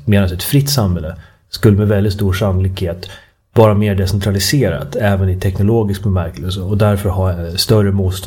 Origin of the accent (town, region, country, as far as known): Sweden